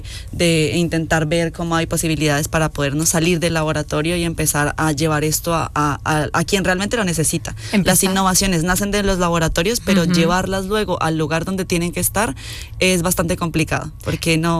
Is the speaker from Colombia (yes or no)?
yes; Colombia; Yo en Colombia había tenido la oportunidad de trabajar, porque yo soy colombiana